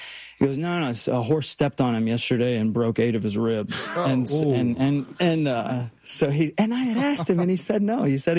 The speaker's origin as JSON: {"language": "English", "region": "Arkansas", "country": "United States", "also_born_or_lived": "New York", "said": "I'm from Arkansas, and we don't have any professional sports teams in any category."}